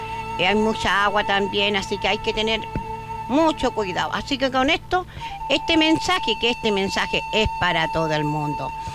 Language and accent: Spanish; Chile; Como yo soy chilena, me gusta el vino tinto.